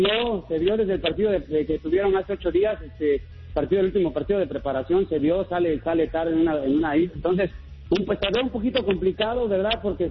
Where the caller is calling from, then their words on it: Mexico; soy mexicano